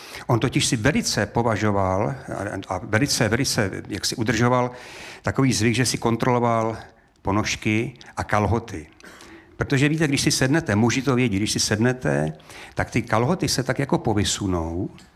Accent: North Bohemia, Czechia; Ale já jsem Severočech.

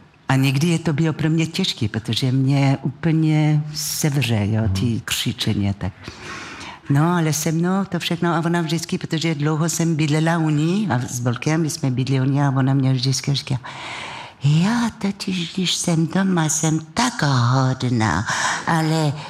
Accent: Marseille, Provence-Alpes-Côte d'Azur, France; Czech is a second language; now in Czech Republic; já jsem z Marseille

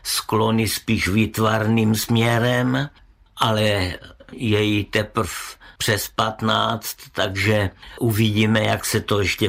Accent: Brno, South Moravian Region, Czechia; accent: Brno dialect (brněnština); moved away as an adult; now in Prague, Czechia; jak já mluvím tak brněnsky někdy

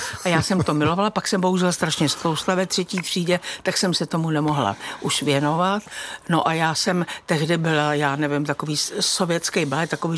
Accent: České Budějovice, South Bohemian Region, Czechia; Já jako dítě jsem vyrůstala v Budějovicích a tam jsme bydleli v hereckých domech u divadla

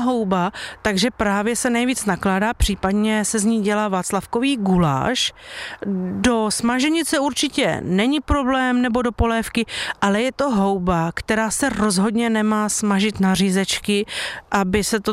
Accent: Pardubice, Pardubice Region, Czechia; jsme z Pardubic

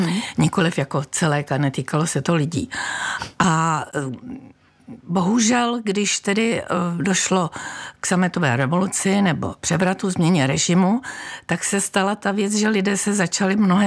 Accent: Prague, Czechia; Všimla jsem si jako Pražačka, bydlela jsem na Vinohradech

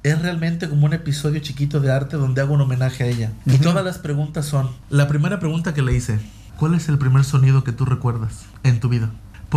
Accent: Mexico; moved away as an adult; now in Prague, Czech Republic; yo soy mexicano, pero toda la infraestructura, invitados y donde lo produzco, pues es en Praga

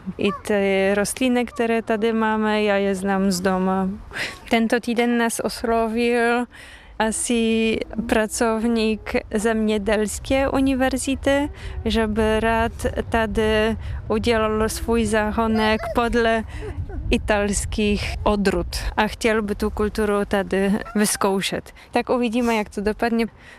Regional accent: Poland; Czech is a second language; now in Czech Republic; Já jsem původem z Polska

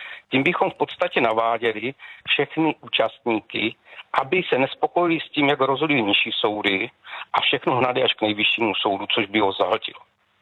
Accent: Brno, South Moravian Region, Czechia; já jsem z Brna

